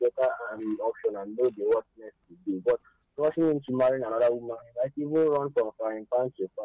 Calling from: Enugu, Enugu State, Nigeria; I'm calling from Enugu.

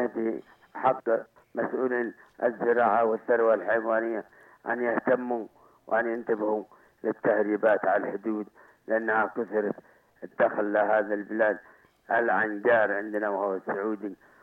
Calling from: Sanaa, Amanat Al Asimah, Yemen; عندنا في صنعاء

